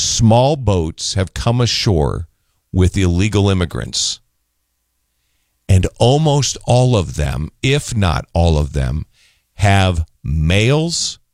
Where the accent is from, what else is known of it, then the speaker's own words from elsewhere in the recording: United States; I'm warning you as an American.